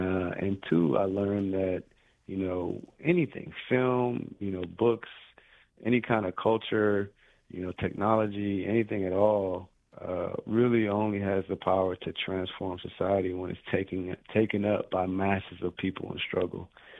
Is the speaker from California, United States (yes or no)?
no; Washington, District of Columbia, United States; that I grew up in Eckington, over there in North Capitol and, Florida Ave